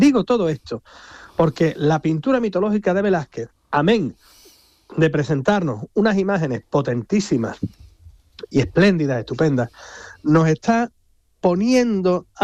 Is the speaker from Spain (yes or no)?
yes; Andalusia, Spain; Ya, yo que soy gaditano.